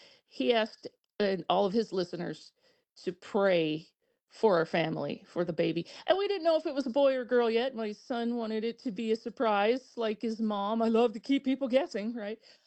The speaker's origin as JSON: {"language": "English", "region": "the South", "country": "United States", "tie": "born or raised there", "said": "I grew up in the South"}